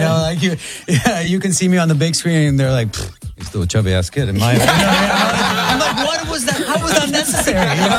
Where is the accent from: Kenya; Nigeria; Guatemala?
Guatemala; moved away; growing up in Guatemala and like dreaming about big things.